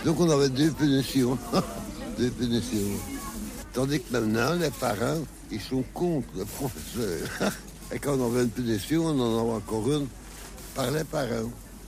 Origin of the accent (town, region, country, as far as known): Floreffe, Wallonia, Belgium; born or raised there